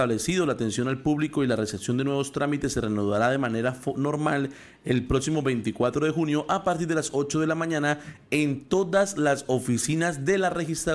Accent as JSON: {"language": "Spanish", "country": "Colombia"}